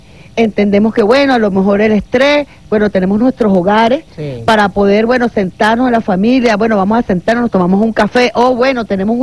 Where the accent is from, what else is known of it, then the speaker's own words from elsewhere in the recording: Venezuela; pero para eso tenemos que abrazarnos como venezolanos.